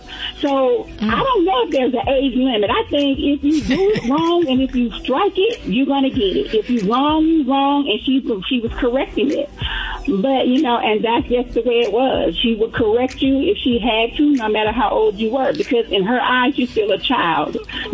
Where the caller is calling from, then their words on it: Atlanta, Georgia, United States; I'm calling from Atlanta, Georgia.